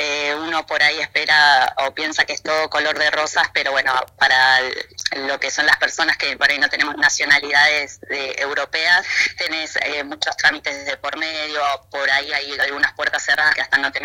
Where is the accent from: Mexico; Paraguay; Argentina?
Argentina; moved away as an adult; now in Spain; como somos los argentinos